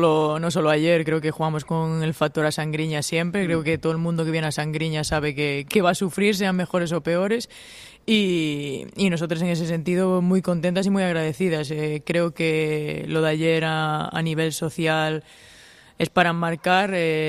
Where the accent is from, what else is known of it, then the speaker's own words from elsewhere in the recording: Galicia, Spain; Sí, yo como gallega súper orgullosa de ello, de formar parte del balonmano gallego y de haberlo llevado a lo más alto en este sentido.